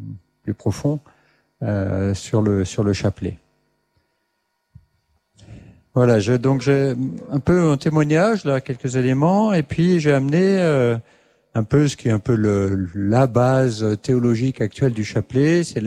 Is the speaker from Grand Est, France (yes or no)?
yes; Grand Est, France; Voilà, j'étais scout dans ma jeunesse en Alsace.